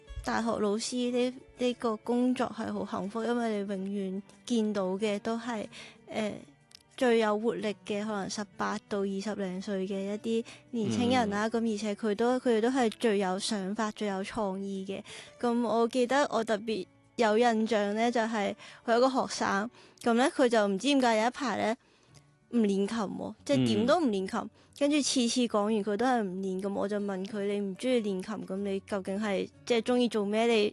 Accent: Macau; 我始终我系澳门人啦，咁即系我都系喺个大湾区长大，咁我觉得即系都系我最熟悉嘅语言

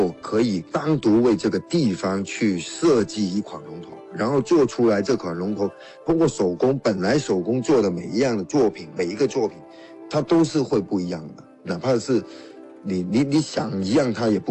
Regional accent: Guangzhou, Guangdong, China; 这是归咎于我们广州这个地理条件跟我们的风俗有关。因为我们广州这边的龙舟呢是在一些狭窄的河冲里面去划

